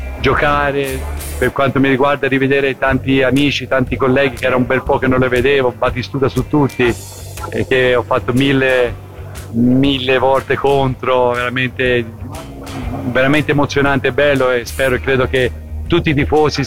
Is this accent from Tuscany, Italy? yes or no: yes; Monsummano Terme, Tuscany, Italy; dato che sono di Monsumano Terme.